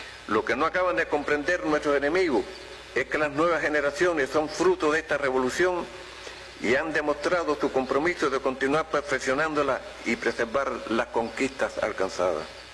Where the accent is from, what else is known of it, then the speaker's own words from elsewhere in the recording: Artemisa, Cuba; en mi tierra natal